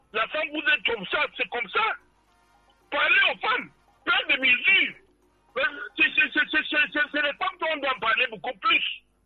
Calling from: Yaoundé, Centre, Cameroon; Moi, je suis à Nkomkana.

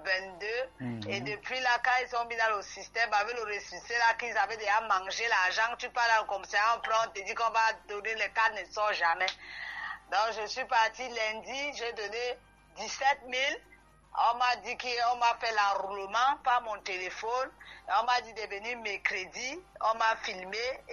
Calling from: Cameroon; je suis camerounaise.

